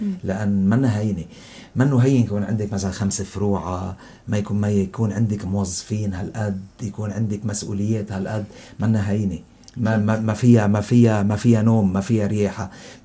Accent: Lebanon; انا لبناني

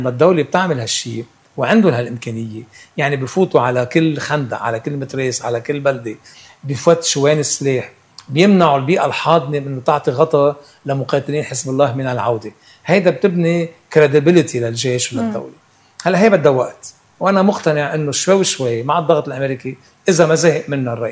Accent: Lebanon; عندنا بلبنان

